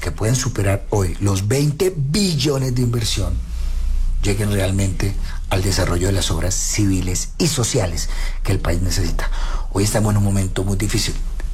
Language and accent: Spanish; Colombia; nos hacen levantarnos como colombianos